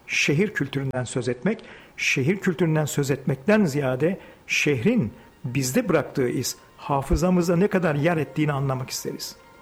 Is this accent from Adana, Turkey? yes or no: no; Ankara, Turkey; moved away as an adult; hemen hemen 20-25 yıla yakın uzak kaldım. Ama burası benim çocukluk şehrim. Mahallem Varlık Mahallesi Yeni Mahalle tarafında, çocukluk ve gençlik Cebeci, Dikimevi ve bu çevrelerde geçti.